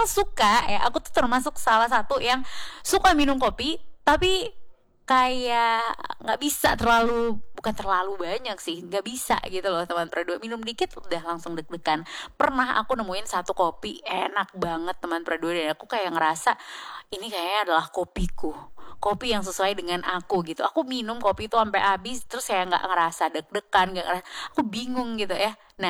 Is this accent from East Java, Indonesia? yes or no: no; Ternate, North Maluku, Indonesia; Kalau kita orang Ternate bilangnya jantung tak pukul